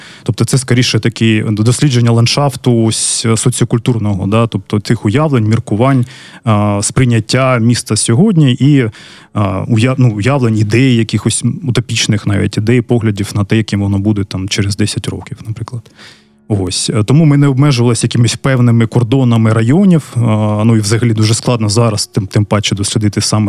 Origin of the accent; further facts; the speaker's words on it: Kharkiv, Kharkiv Oblast, Ukraine; Там, я харків'янин, більша частина команди теж з Харкова, всі ми дуже любимо своє місто